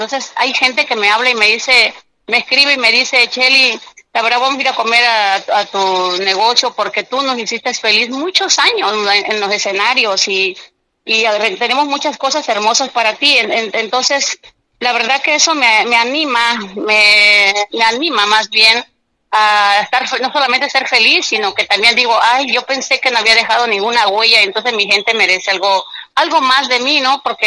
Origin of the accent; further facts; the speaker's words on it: El Nacedero, Oaxaca, Mexico; now in Coatzacoalcos, Mexico; soy nativa de un pueblo que se llama El Nacedero, allá por Matías Romero, Oaxaca, allá por el rumbo de Lagunas, Oaxaca, donde está la cementera Cruz Azul.